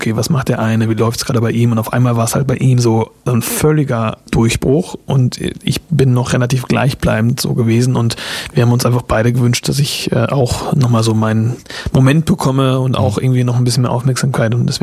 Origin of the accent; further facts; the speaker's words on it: Lindau, Schleswig-Holstein, Germany; also born or lived in Eckernförde; da bin ich geboren, genau, und aufgewachsen in Lindau. Nicht Lindau am Bodensee, sondern Lindau an der Schlei, ganz im Norden.